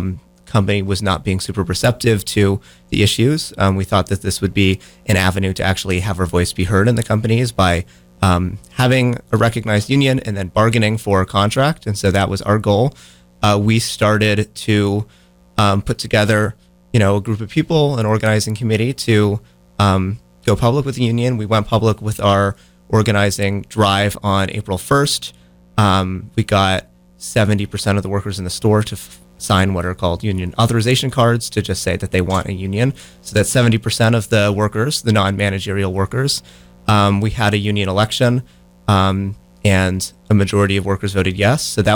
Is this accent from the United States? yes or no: yes; Burlington, Vermont, United States; I was born in Burlington, grew up in Chittenden County, stayed here my whole life.